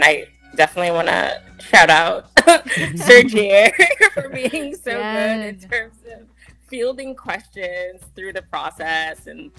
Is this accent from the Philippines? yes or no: yes; Santo Niño, Philippines; What are the things that I wish as a kid growing up in Santo Niño? We don't have a public library. We don't have museums.